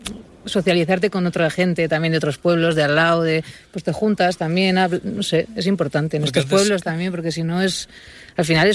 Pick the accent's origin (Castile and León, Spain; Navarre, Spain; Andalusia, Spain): Navarre, Spain; Pamplona; now in Villanueva, Spain; No, yo soy de Pamplona, pero vivo en Villanueva.